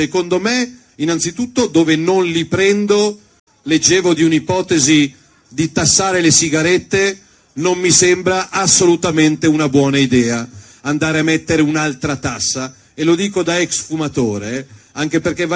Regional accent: Lombardy, Italy; chi c'è dalla mia Lombardia? Un applauso ai lombardi che vengono in vacanze in Romagna.

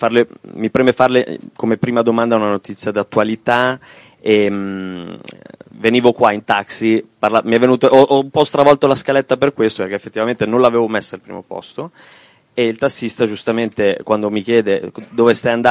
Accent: Albania; now in Italy; io sono arrivato in Italia nel 2000, clandestinamente, sono immigrato clandestino in Italia, dall'Albania sono arrivato in Italia.

